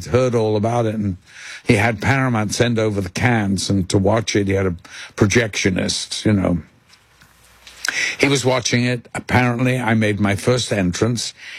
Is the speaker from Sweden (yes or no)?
no; Liverpool, North West England, United Kingdom; I'm from Liverpool.